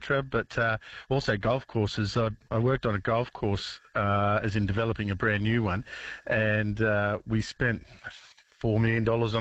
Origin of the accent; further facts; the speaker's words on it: Doonan, Queensland, Australia; I'm from Doonan I'm up at Karoi Mountain at the moment.